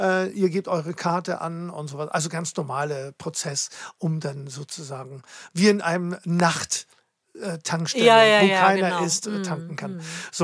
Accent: Grado, Friuli-Venezia Giulia, Italy; Und was ja meine Heimat ist.

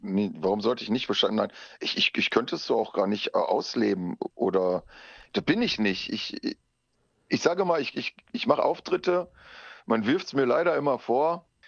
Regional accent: North Rhine-Westphalia, Germany; ich bin Ruhrpott-Affe, ne? Wir kommen aus dem Ruhrpott, wir sind halt so, wie wir sind.

